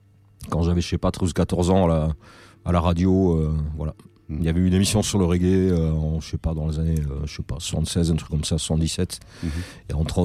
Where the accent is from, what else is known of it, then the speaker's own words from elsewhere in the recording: Nouvelle-Aquitaine, France; also born or lived in Bayonne; je viens du sud des Landes, et du sud-sud des Landes, autour de la Dour, quoi, et... Donc j'étais môme vers Haussegor, Cabreton, dans ce coin-là. Et on était tourné vers Bayonne, qui était la ville